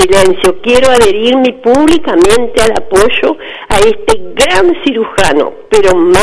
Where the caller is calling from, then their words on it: Tomás Gomensoro, Artigas, Uruguay; soy de Bovenzoro, sabés que la Justina Rodríguez fue mi nana.